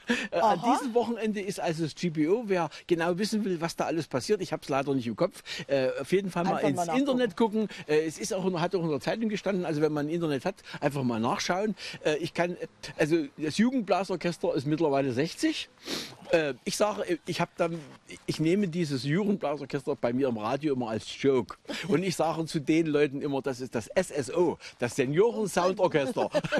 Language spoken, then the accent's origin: German; Merseburg, Saxony-Anhalt, Germany; ich bin ja hier in Merseburg zur Schule gegangen, in der Döcherschule.